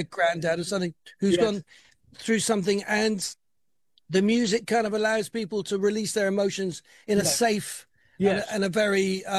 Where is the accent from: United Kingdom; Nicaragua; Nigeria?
United Kingdom; Bristol, South West England; moved away as an adult; I grew up in Bristol in the West of England, but I have to move to London.